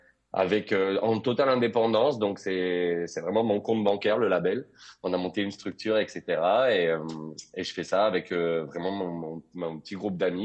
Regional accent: Toulouse, Occitanie, France; Alors, moi, je suis né à Toulouse, j'ai grandi à Toulouse et je suis toujours à Toulouse.

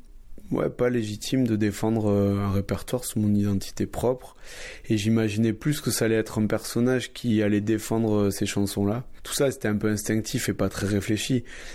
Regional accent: Toulouse, Occitanie, France; Moi, je suis né à Toulouse, j'ai toujours grandi à Toulouse, j'ai vécu à Toulouse

